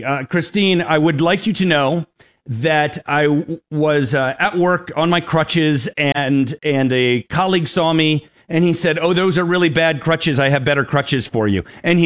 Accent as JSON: {"language": "English", "region": "New York", "country": "United States", "said": "And I'm originally from New York, so I fully get you."}